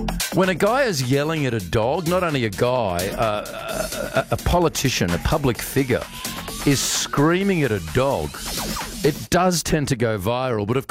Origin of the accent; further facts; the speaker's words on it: Australia; moved away; I am originally from Australia, so maybe I've got a few too many Australian accounts in my feed